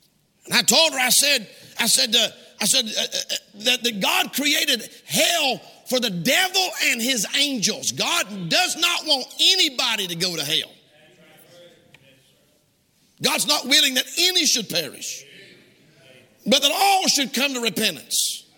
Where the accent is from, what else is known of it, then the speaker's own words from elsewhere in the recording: Samoa; And man, I grew up in Samoa as a kid. That was awesome.